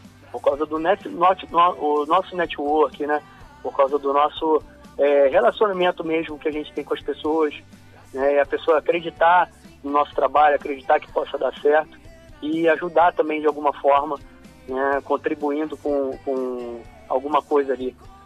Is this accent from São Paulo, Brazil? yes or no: no; Rio de Janeiro, Brazil; Nós somos do Rio, isso.